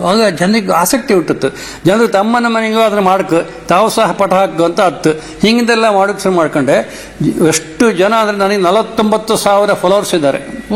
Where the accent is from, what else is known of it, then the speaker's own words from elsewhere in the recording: Kundapura, Karnataka, India; accent: Kundapura Kannada; ನಮ್ಮ ಮನೆಯಲ್ಲಿ ನಾವೆಲ್ಲ ಕುಂದಾಪುರ ಕನ್ನಡಿಗೆ ಬಯಸ್ಕೊಂಬುದು, ಮನೆಯೊಳಗೆ ಕುಂದಾಪುರ ಕನ್ನಡಿಗೆ ಹಾಸ್ಯ ಮಾಡೋದು, ಆ ನಮ್ಮನೆ ಬೆಳೆದವ್ರು ನಾವು.